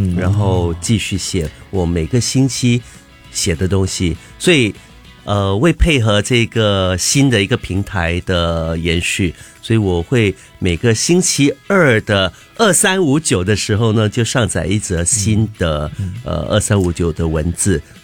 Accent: Singapore; 可是你说我们新加坡人的华语的水平有到了什么地方呢？我们的华语水平不到半桶水、嗯、我们的英语可能也不到半桶水。

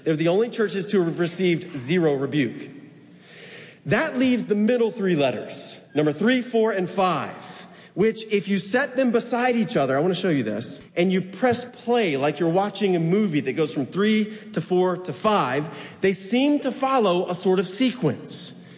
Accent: United States; we in America, and as American Christians

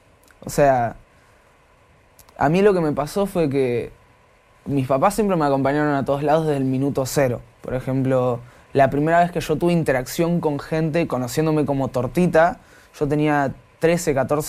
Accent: General Rodríguez, Buenos Aires Province, Argentina; now in Pilar, Argentina; Yo soy de General Rodríguez, de allá, zona oeste. Viví mucho tiempo ahí, fui a la escuela allá. Y después me mudé para Pilar, pero bueno, estamos ahí cerca.

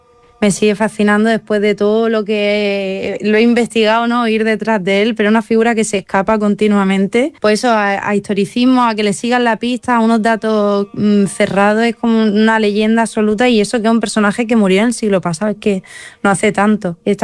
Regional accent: Granada, Andalusia, Spain; now in Madrid, Spain; Yo soy una directora de Granada, afincada ahora en Madrid. Estudié en Barcelona, estudié en Donosti también

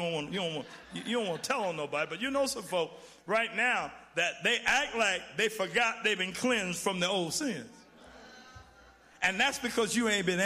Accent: Chicago, Illinois, United States; I know I'm saved, but I'm from Chicago.

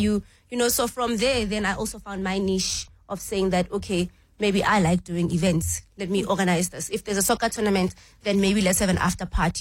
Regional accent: Alexandra, Gauteng, South Africa; I think In our time, it was actually great growing up in Alex because sense of community.

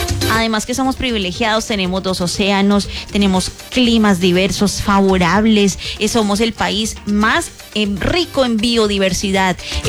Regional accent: Colombia; hay que ser buenos colombianos.

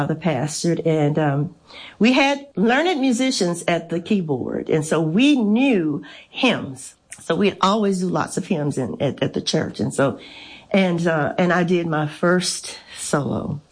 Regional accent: Shreveport, Louisiana, United States; I actually grew up in Shreveport in the, we call it, it's the Cedar Grove area, but Pine Valley is a little cove of neighborhood that I grew up in. Very, kind of strict, Baptist upbringing.

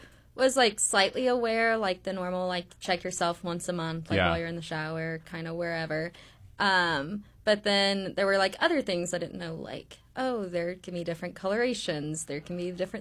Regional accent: Tennessee, United States; Like, I'm from Tennessee. I don't have family up here.

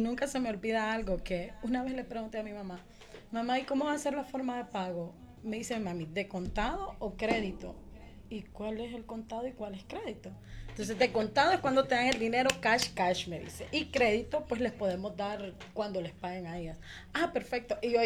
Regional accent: Tegucigalpa, Francisco Morazán, Honduras; born there; Nací aquí en Tegucigalpa. Tengo actualmente 35 años, acabo de cumplir.

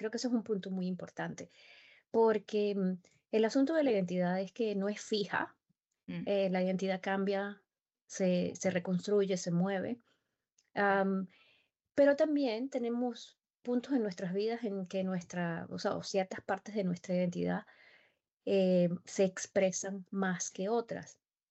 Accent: Venezuela; now in Australia; hoy más que nunca me siento 100% venezolana, que de ahí es donde es mi familia, pero también me siento 100% australiana

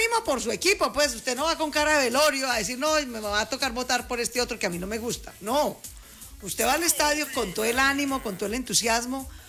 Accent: Colombia; Pero somos colombianos que, además de creer en el cambio y en la reforma social, también creen que la seguridad es un derecho

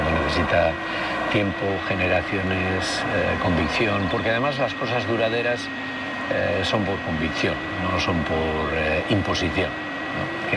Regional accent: Basque Country, Spain; Yo soy vasco y solo me siento vasco

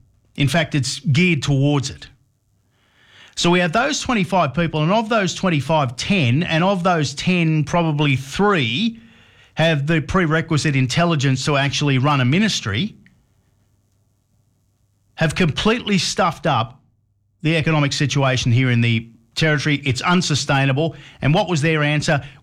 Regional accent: Sydney, New South Wales, Australia; now in Canberra, Australia; I grew up in Western Sydney.

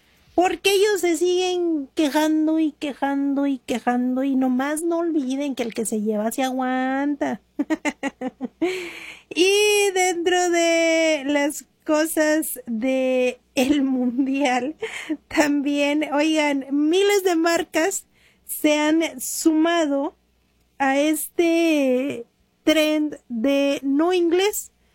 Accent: Mexico; como mexicanos hay que demostrar que buenos, pero buenísimos somos de anfitriones.

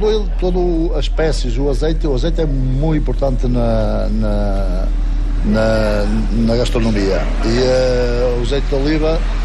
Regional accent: Portugal; Spanish is a second language; now in Spain; yo como soy portugués

